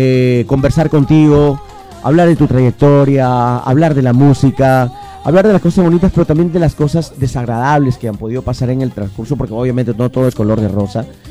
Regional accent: Piura, Peru; a veces incluso hasta teníamos el complejo cuando íbamos a Lima o íbamos a Trujillo, la gente se burlaba de cómo hablábamos. Ahora todos se quieren hablar como nosotros.

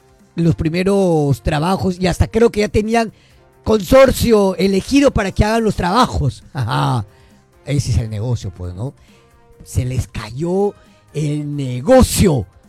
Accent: Piura, Peru; yo que soy piurano

